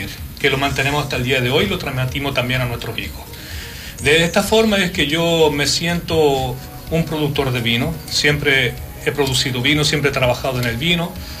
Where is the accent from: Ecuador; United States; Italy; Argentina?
Italy; Verona, Veneto; also born or lived in Chile; nacimos en Chile, mi familia es de Chile, pero vivimos toda la vida en Italia, en Verona.